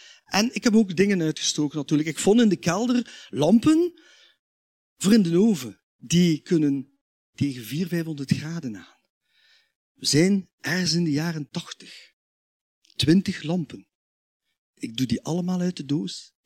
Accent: Watermael-Boitsfort, Brussels, Belgium; born there; Ik ben niet van Brugge, dat klopt. Ik ben namelijk geboren in Watermaal Bosvoort, in een Frans gezin.

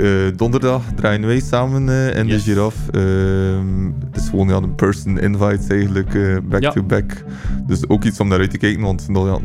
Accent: Tielt, Flanders, Belgium; Ja, maar ik ben afkomstig van Tielt, dus ik kan wel af en toe een keer een stapje Roeselaar zetten ook.

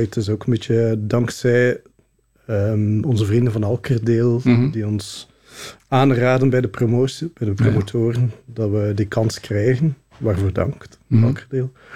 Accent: Ghent, Flanders, Belgium; Ik ben Gentenaar

